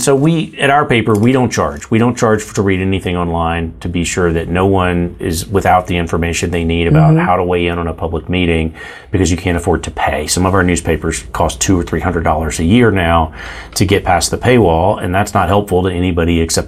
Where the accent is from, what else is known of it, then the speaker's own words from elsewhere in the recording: Albuquerque, New Mexico, United States; Like, I'm the Democrat from Albuquerque.